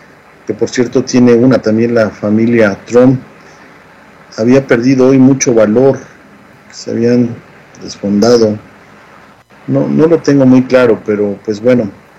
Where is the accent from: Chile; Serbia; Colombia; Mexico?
Mexico; now in United States